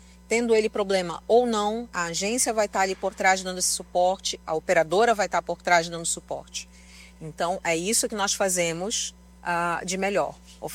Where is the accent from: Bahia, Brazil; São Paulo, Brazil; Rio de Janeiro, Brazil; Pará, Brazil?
Pará, Brazil; Sou paraense, sou bairrista pra caramba.